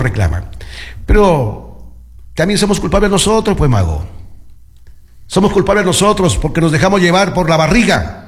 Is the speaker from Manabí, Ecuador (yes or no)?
no; Chuquiribamba, Loja, Ecuador; del de mi tierra también, Chuquiribamba.